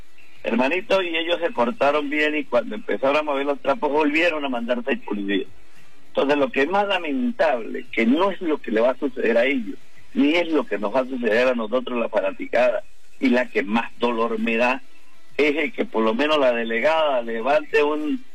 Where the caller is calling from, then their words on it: El Vigía, Mérida, Venezuela